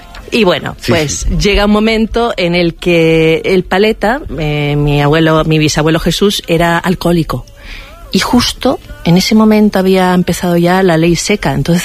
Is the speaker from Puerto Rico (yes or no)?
no; Chile; born there; Sí, bueno, yo nací en Chile, mi madre es chilena, hija de todas las mezcolanzas de ahí de Chile, ¿no? Y mi padre es español.